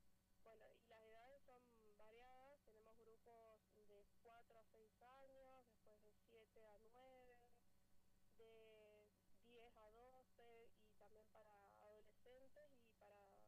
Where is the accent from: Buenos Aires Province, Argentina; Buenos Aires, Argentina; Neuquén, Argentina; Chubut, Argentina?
Neuquén, Argentina; El Huecú; Como yo soy profe del Huecú, estoy trabajando en el CP30, nacida y criada también en el Huecú